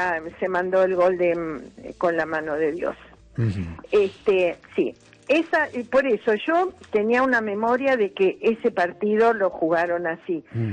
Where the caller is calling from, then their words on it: Coghlan, Buenos Aires, Argentina; de Coughlan.